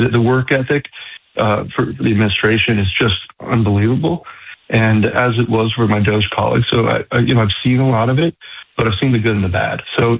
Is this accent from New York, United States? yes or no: yes; New York, United States; now in Houston, United States; You know, being a New Yorker coming into Houston, it was just incredible.